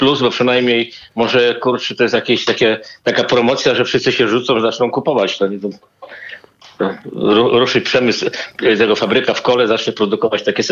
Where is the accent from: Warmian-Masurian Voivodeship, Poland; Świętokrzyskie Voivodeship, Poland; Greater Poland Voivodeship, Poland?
Greater Poland Voivodeship, Poland; jak kuzyn mojej mamy przebadał to nawet od 1600 któregoś roku w okolicach Poznania, także jestem stąd, także naprawdę mogę, mam takie odczucie.